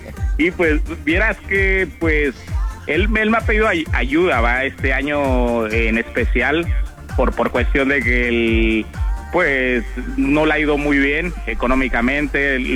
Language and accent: Spanish; Mexico; accent: Mexican; now in New Jersey, United States; No, soy mexicano, hombre. Ahora sí que puede ser que ya se me ha quitado un poquito el acento de México, ¿no? Pero soy mexicano, hombre.